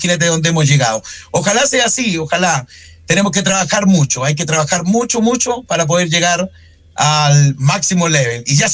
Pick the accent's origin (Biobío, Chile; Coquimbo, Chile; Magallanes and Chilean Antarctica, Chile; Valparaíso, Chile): Coquimbo, Chile; Punitaqui; now in Ovalle, Chile; Bueno, nosotros somos de Punitaqui. Yo soy oriundo de Punitaqui. La tierra de los molinos, la música y la amistad, como dicen las animaciones. Y Punitaqui queda a 25 kilómetros de Ovalle. Yo vivo en Ovalle, ya, con mi familia y todo.